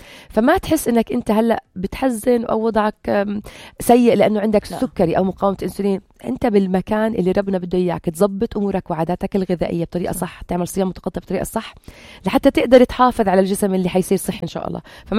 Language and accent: Arabic; Jordan; طلعت عالمية وأنا من الأردن مرشحة.